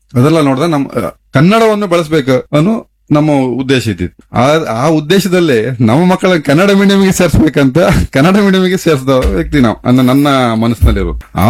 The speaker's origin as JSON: {"language": "Kannada", "town": "Kota", "region": "Karnataka", "country": "India", "tie": "born or raised there", "said": "ನಮ್ಮ ಊರಲ್ಲಿ ಬಂದಲ್ಲಿ ಹಳ್ಳಿ, ನಮ್ಮ ಕೋಟ ಅನ್ನೋದು ಒಂದು ಹಳ್ಳಿ ಪರಿಸರ. ಆವಾಗ ಕೋಟದಲ್ಲಿ ಜಾತ್ರೆ ಆಗ್ತದೆ, ಒಂದು ಅಮೃತೇಶ್ವರಿ ಜಾತ್ರೆ, ಒಂದು ಹಿರೇಮಾಲಿಂಗೇಶ್ವರಿ ಜಾತ್ರೆ. ಅದೆರಡು ಜಾತ್ರೆಯಲ್ಲಿ ಆಗುವಂತ ಕಾರ್ಯಕ್ರಮಗಳನ್ನ ನೋಡಿ ಬೆಳೆದವರು."}